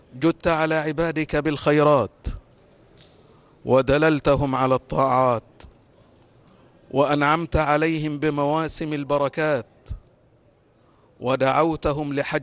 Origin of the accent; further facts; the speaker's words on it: Egypt; بلدنا مصر